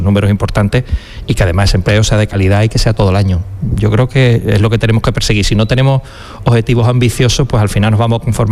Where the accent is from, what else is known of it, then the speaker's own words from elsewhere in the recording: Cádiz, Andalusia, Spain; Yo soy gaditano, como todo el mundo sabe, pero he veraneado en Huelva también.